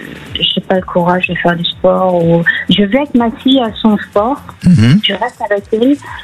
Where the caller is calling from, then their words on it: Hauts-de-France, France; Aujourd'hui j'habite à Picardie.